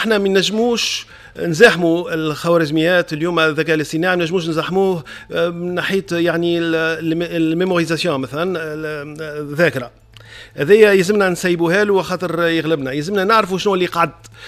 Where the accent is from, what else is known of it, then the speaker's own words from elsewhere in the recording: Tunisia; عندنا في تونس